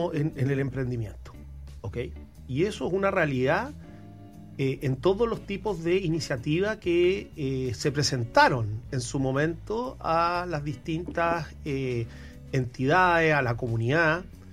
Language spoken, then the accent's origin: Spanish; Chile; todos nosotros como chilenos